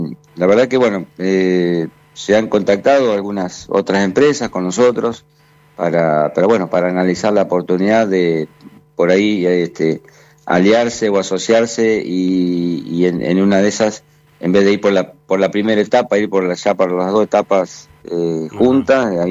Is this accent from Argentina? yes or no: yes; Bombal, Santa Fe, Argentina; Yo soy un productor agrícola ganadero acá del sur de Santa Fe. Mi pueblo es Bombal, yo vivo en un pueblo de 3.500 habitantes, distante 95 kilómetros de Rosario.